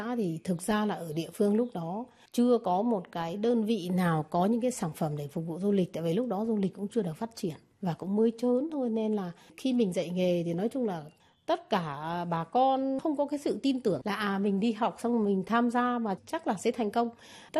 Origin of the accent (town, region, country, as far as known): Ha Giang, Vietnam